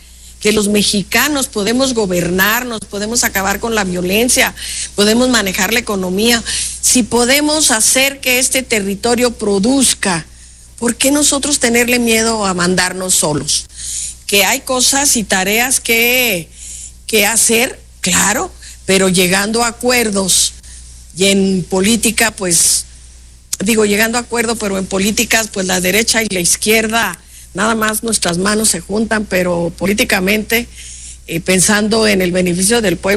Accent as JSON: {"language": "Spanish", "country": "Mexico", "said": "A mí de veras me avergüenza mucho como mexicana"}